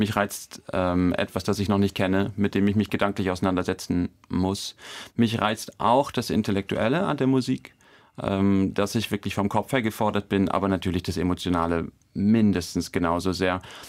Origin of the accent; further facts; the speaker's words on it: Lower Saxony, Germany; now in Cologne, Germany; Ich bin eigentlich ein totales Landei. Ich komme aus dem Emsland und bin dann nach Köln gezogen